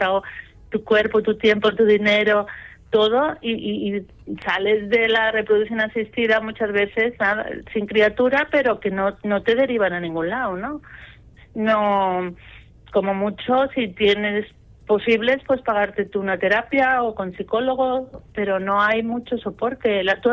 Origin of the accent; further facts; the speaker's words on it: Barcelona, Catalonia, Spain; esto me lo llevo yo a mi tierra. Y entonces fue cuando se me ocurrió eso, montar la web, hacer una web como punto de encuentro y crear un grupo de ayuda mutua aquí en, bueno, mi ciudad, que es Barcelona